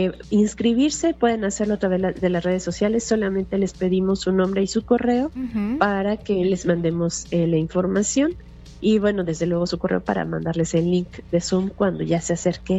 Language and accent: Spanish; Mexico City, Mexico; moved away; Como ustedes saben, yo soy de la Ciudad de México.